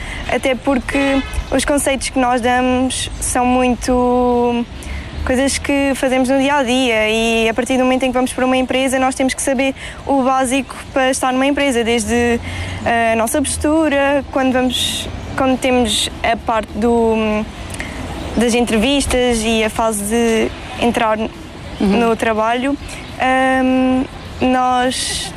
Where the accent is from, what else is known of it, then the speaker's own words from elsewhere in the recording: Albufeira, Algarve, Portugal; tenho 21 anos e sou da Albufeira.